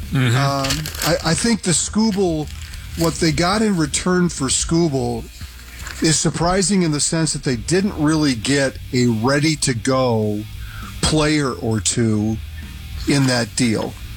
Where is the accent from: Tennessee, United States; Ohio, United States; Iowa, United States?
Iowa, United States; I grew up in Iowa